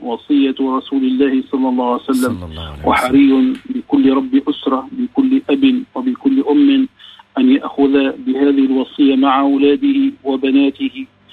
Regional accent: Msaken, Sousse Governorate, Tunisia; في بلدتنا مساكن

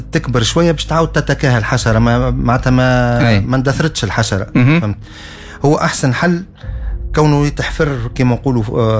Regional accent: Tunisia

